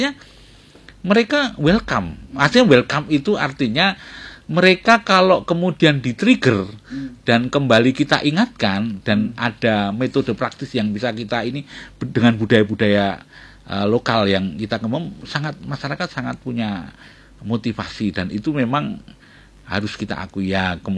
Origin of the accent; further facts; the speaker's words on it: Yogyakarta, Special Region of Yogyakarta, Indonesia; identitas budaya kita sebagai orang Jogja